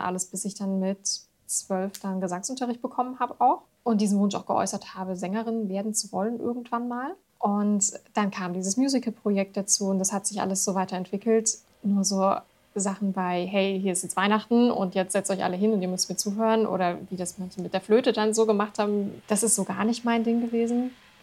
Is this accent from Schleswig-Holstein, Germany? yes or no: no; Erfurt, Thuringia, Germany; Ich komme aus Erfurt und bin auch immer noch in Erfurt zu Hause